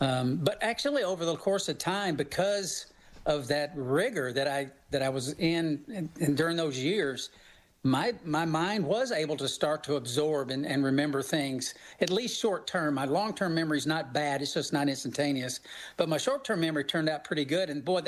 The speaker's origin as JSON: {"language": "English", "region": "Tennessee", "country": "United States", "tie": "born there", "said": "I was born in God's country, thankfully. It's Tennessee. Wonderful state."}